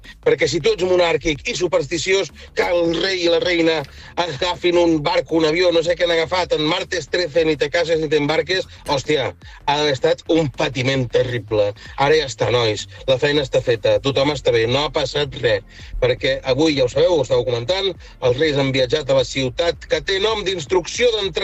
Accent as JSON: {"language": "Catalan", "region": "Catalonia", "country": "Spain", "said": "com a catalans"}